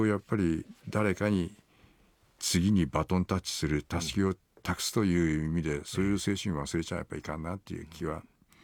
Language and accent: Japanese; Aizu, Fukushima, Japan; born or raised there